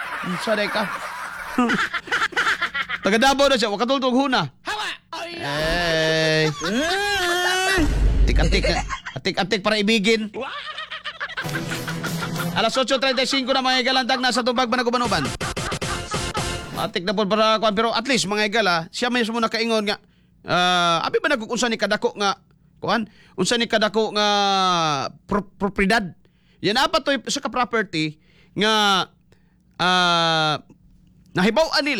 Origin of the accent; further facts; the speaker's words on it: Davao, Davao Region, Philippines; Siya nga, taga-Dabaw ako, oh, pero hindi ko narinig yung huna sa subdivision, ha?